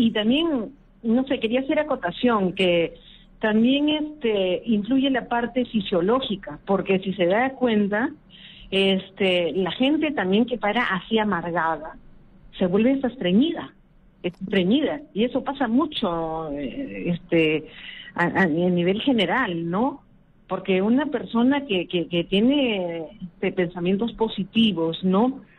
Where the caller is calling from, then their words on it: Magdalena del Mar, Lima, Peru; de Magdalena.